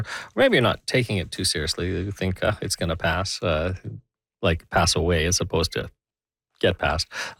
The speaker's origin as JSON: {"language": "English", "region": "Saskatchewan", "country": "Canada", "tie": "born or raised there", "said": "Of course, we've got folks here in Northern Ontario with ties to the West. Myself, born and raised in Saskatchewan."}